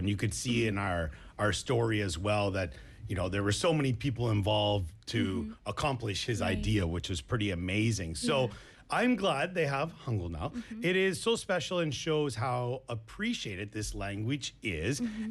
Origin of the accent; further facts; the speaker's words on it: Canada; I'm from Canada